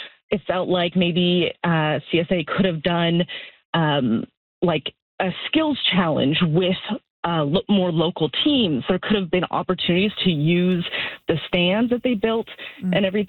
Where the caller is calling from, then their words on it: Oakville, Ontario, Canada; I am in Oakville, and with that, I'm in normal people Oakville.